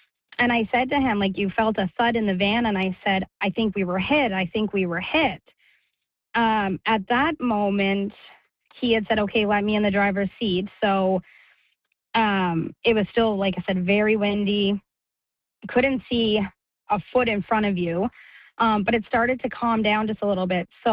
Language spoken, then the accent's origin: English; Summerside, Prince Edward Island, Canada; I'm from Summerside PEI.